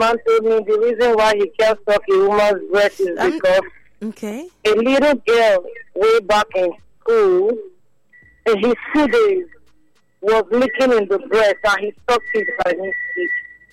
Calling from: Benin City, Edo, Nigeria; I'm calling from Benin.

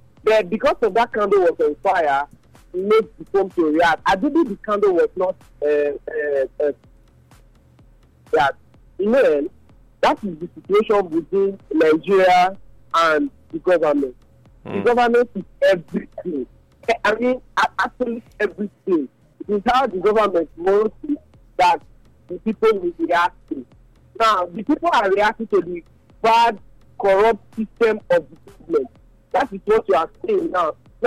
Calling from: Papua New Guinea; I'm calling from New Guinea.

